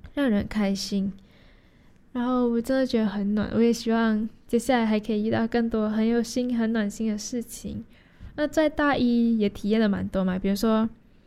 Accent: Malaysia; now in Taiwan; 我说："对啊，我来自马来西亚。"

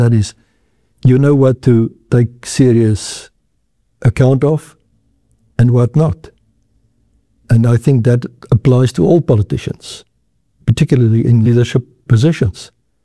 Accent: South Africa; I mean, I'm an Afrikaner from South Africa myself, and I can say that I've never experienced something of that kind. My family have never experienced, all of them are still in South Africa

